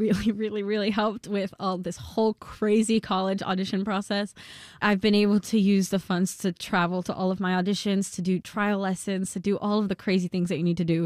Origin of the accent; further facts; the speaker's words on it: Spain; I grew up in Spain. I was born in Spain. My mom is Spanish Dominican. My dad is Spanish.